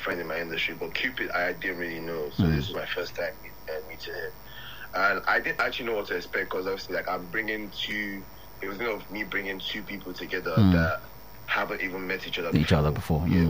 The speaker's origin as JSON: {"language": "English", "town": "Port Harcourt", "region": "Rivers", "country": "Nigeria", "said": "we're all from Port Harcourt."}